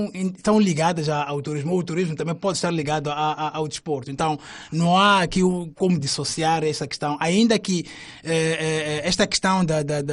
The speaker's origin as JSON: {"language": "Portuguese", "town": "Maputo", "region": "Maputo City", "country": "Mozambique", "tie": "born there", "said": "Se calhar recordar ou informar os ouvintes que eu nasci em Maputo, no bairro do Jardim."}